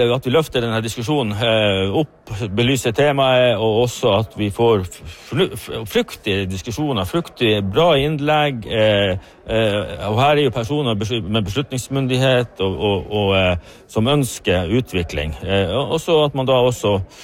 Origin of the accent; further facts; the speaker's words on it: Finnmark, Norway; Vi blir færre og færre I Finnmark. Vi snart på rødliste, og vi også som finnmarkinger.